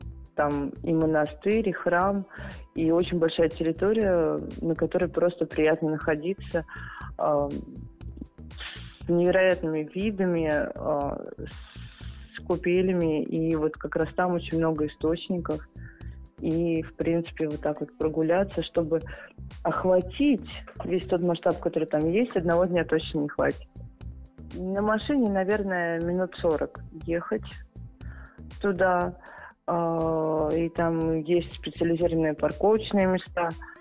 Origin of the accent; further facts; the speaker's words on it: Moscow, Russia; born there; Я родилась в Москве